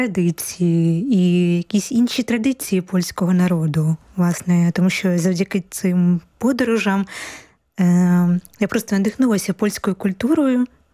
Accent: Kharkiv, Kharkiv Oblast, Ukraine; now in Poland; Я з міста Харкова. Власне, я народилася у Харкові і жила багато років в місті Харків. Але вже коли приїхала до Польщі

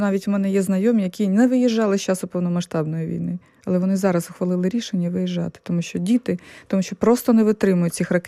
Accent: Kyiv, Ukraine; я з Києва

